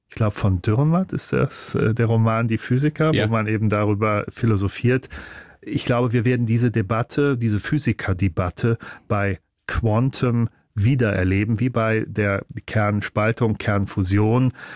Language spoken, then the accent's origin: German; Munich, Bavaria, Germany; Als Münchner, es ärgert mich dramatisch.